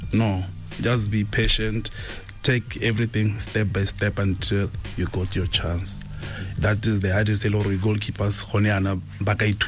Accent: Kasane, Chobe District, Botswana; I was alone from Kasane.

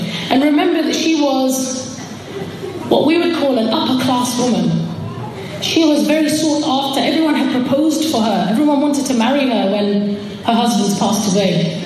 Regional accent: Hackney, London, United Kingdom; she used to walk on the streets of, we grew up in Hackney, she used to walk on the streets of Hackney

